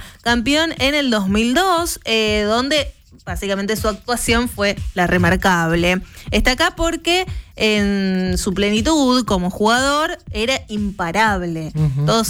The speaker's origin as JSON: {"language": "Spanish", "country": "Argentina"}